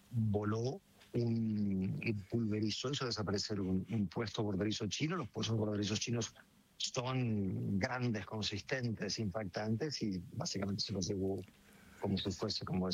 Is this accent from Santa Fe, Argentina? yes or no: no; Buenos Aires, Argentina; moved away as an adult; also born or lived in Colombia / Venezuela / East Africa / United States; mi madre es española y yo me fui de Buenos Aires hace casi 30 años, sí. Y no volví nunca más a vivir, pero fui corresponsal en Colombia, en Venezuela, en África Oriental, en Estados Unidos y ahora.